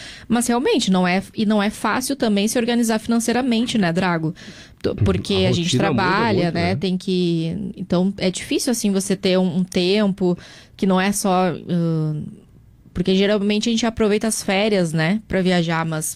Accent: Cachoeira do Sul, Rio Grande do Sul, Brazil; now in Porto Alegre, Brazil; Sou natural de Cachoeira do Sul e às vezes um fim de semana sim, outro não, eu viajo para lá. E daqui até lá dá 2 horas e meia.

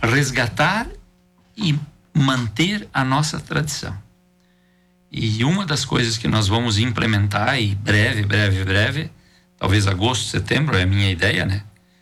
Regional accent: Brazil; sind ich brasilianis, muss langsam sprechen. Sou brasileiro, tem que falar devagar.

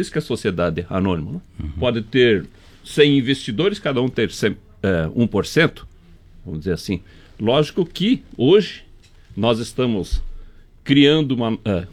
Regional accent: Santa Catarina, Brazil; como bons catarinenses aqui

